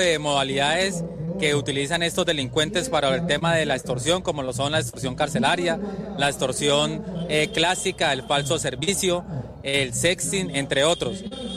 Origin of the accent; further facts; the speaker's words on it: Cúcuta, Norte de Santander, Colombia; now in Villavicencio, Colombia; Yo soy de la ciudad de Cúcuta, norte de Santander, y actualmente vengo de estar trabajando en la capital, en el comando de Gaulas Militares.